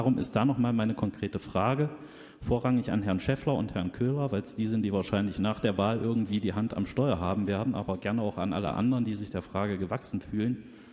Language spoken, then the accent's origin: German; Saxony-Anhalt, Germany; Ich komme aus Mansfeld-Südharz.